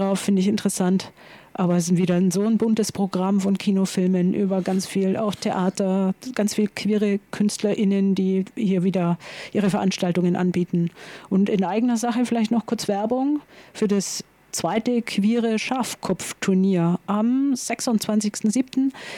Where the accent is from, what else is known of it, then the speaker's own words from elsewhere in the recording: Bavaria, Germany; wir kommen beide aus der Oberpfalz.